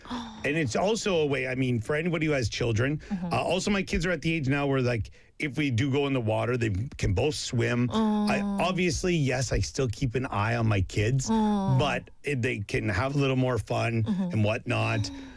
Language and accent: English; Atlantic Canada, Canada; moved away; I'm from the East Coast of Canada. I grew up right on the ocean.